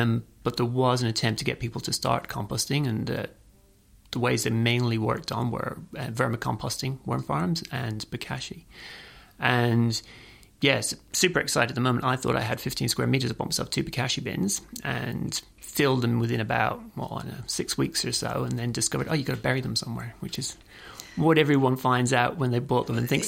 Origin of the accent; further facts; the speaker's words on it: west of Ireland, Ireland; Well, I grew up in the west of Ireland, which no one can tell from my accent.